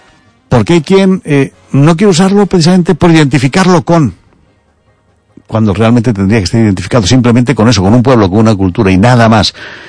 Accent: Spain; born there; now in Galicia, Spain; tú como eres castellano no entiendes. Evidentemente, yo nunca voy a decir que soy gallego, aunque me considero ya gallego, llevo aquí más de 30 años y eso, bueno, pues un poquito de gallego se me ha pegado

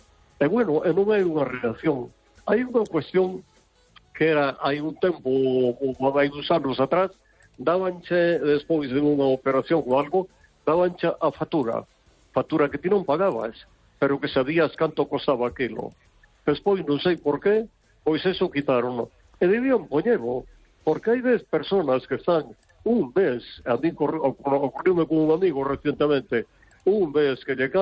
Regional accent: Vigo, Galicia, Spain; Hola, buenas noches.

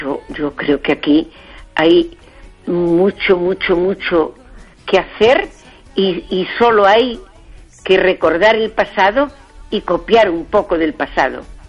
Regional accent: Spain; De pequeña, pero desde muy pequeña, había incendios en mi pueblo, en Freans de Deva.

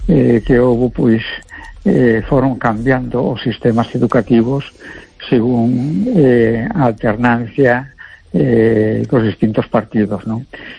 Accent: A Coruña, Galicia, Spain

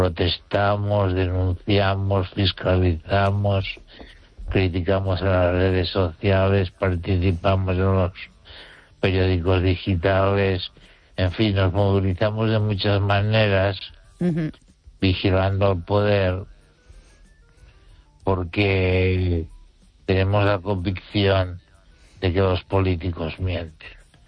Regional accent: Spain; soy un español que razona, no se olvide

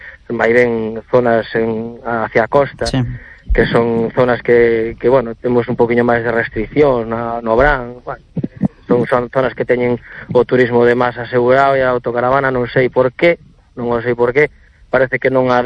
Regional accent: Redondela, Galicia, Spain; Por eu son de Redondela, saímos hacia Mellora, hacia Porto Novo, Grove, saímos por zonas cercanas.

